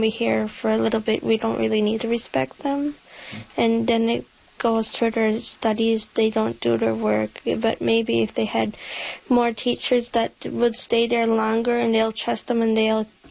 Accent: Hopedale, Newfoundland and Labrador, Canada; I'm from Hopedale, Labrador. What led me to this program is ever since I was a little girl, I always wanted to become a teacher, but more that I got older, I realized that it was truly what I wanted, because growing up in a small community

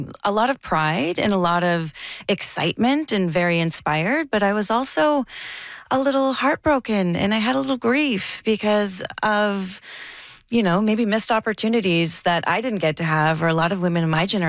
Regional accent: Ottawa, Ontario, Canada; I grew up playing soccer in Ottawa

